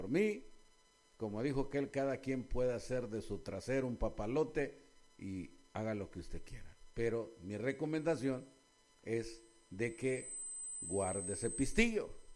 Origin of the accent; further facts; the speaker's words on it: El Salvador; conociendo a mi pueblo, conociendo al salvadoreño